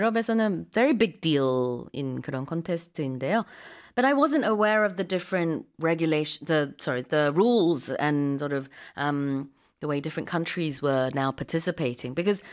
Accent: England, United Kingdom; born there; moved away

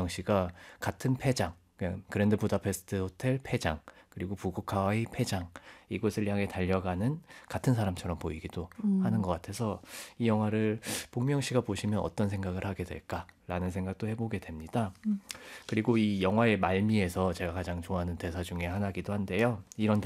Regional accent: Gyeongsang, South Korea; moved away; 그 경상도 그 저희가 살던 고향에

